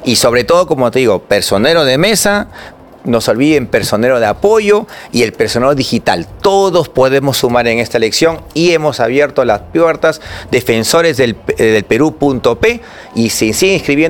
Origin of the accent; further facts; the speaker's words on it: Peru; Eso nos ha hecho mucho daño como peruanos.